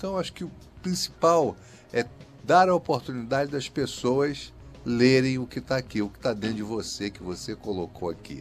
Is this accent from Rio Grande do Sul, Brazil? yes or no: no; Niterói, Rio de Janeiro, Brazil; Eu sou de Niterói.